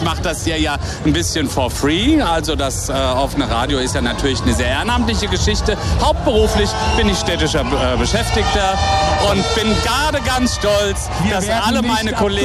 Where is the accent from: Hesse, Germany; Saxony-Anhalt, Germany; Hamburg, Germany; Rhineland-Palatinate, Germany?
Hesse, Germany; Bruchköbel; accent: Hessian; also born or lived in Hanau; now in Frankfurt, Germany; Aufgewachsen bin ich im beschaulichen Bruchköbel. Genau. Ja, aber in Frankfurt natürlich schon sehr, sehr lange verhaftet. Ich bin Hesse durch und durch. Das hört man auch, glaube ich, kann ich nicht ganz verleugnen. Und bin schon auch eben gerne Frankfurter.